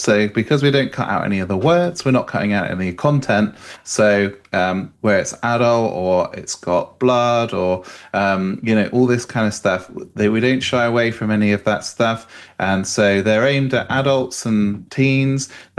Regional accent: South West England, United Kingdom; I grew up in Cornwall in the UK

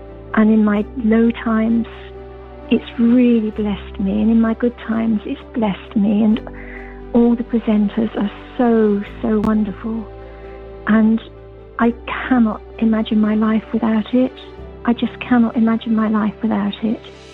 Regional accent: Enfield, London, United Kingdom; I'm from Enfield, Middlesex.

